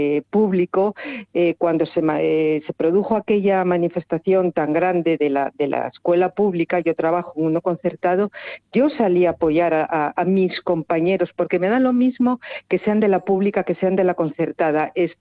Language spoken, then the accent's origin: Spanish; Asturias, Spain; yo creo que como asturianos no nos podemos quejar de los servicios buenos que tenemos.